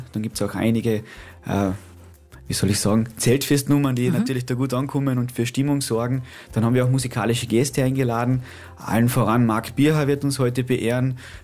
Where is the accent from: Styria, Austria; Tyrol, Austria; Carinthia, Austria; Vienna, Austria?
Carinthia, Austria; Steuerberg; Ich bin aus Steuerberg